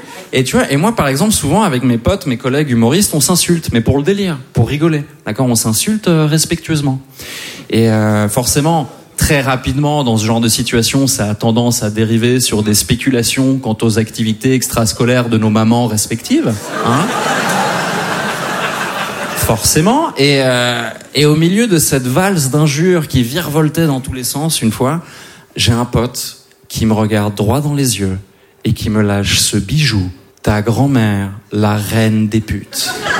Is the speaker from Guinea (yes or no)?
no; Switzerland; born there; Je suis né en Suisse un 20 avril.